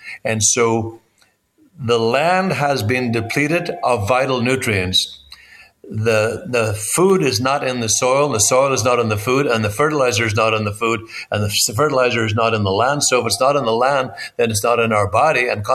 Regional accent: Ireland; now in Agoura, United States; As a farm boy growing up in Ireland

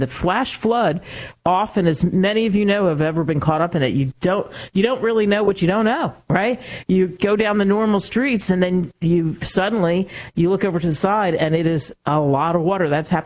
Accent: Philadelphia, Pennsylvania, United States; South Jersey, where I grew up in Philly, really just a massive wall of water.

